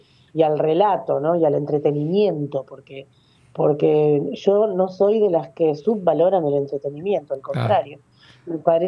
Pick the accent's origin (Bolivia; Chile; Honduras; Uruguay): Uruguay; Yo pertenezco al pueblo judío, pero yo soy uruguaya de la diáspora.